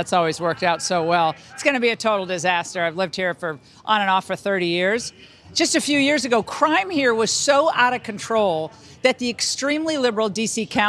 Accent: Connecticut, United States; I grew up in Connecticut.

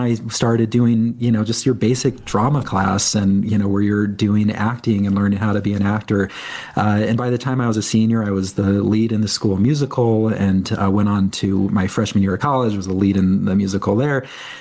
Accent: Omaha, Nebraska, United States; when I grew up in Omaha, Nebraska.

